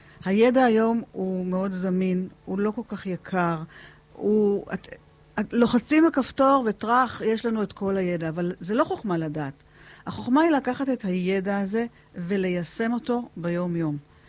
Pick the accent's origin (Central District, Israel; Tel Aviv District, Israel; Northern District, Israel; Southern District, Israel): Southern District, Israel; Eilat; ההורים שלי הגיעו לפה ב-1960, אני נולדתי ב-1965, סבתא שלי, זיכרונה לברכה … הייתה גננת פה, עוזרת לגננת